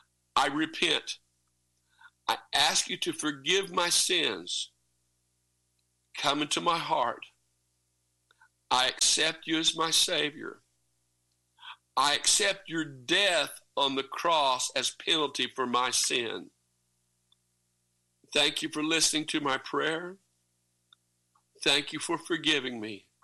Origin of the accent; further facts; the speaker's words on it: Oklahoma, United States; I'm from Oklahoma.